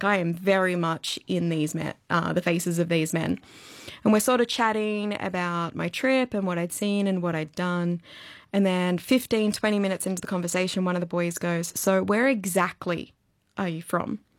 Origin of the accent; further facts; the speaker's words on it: Newcastle, New South Wales, Australia; I'm actually from Newey.